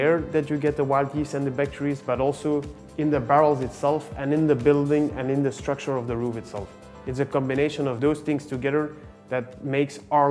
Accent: Brussels, Brussels-Capital Region, Belgium; I'm born and raised in Brussels.

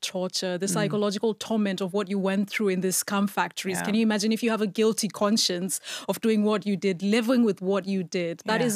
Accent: Kenya; I don't get it as a Kenyan.

